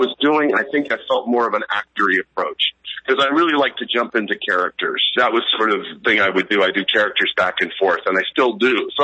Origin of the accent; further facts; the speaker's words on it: California, United States; also born or lived in Sheepshead Bay, New York; I was born in Beth Israel Hospital, New York, raised in Sheepshead Bay, lived a little bit, and then grew up in California. Moved out when I was very young.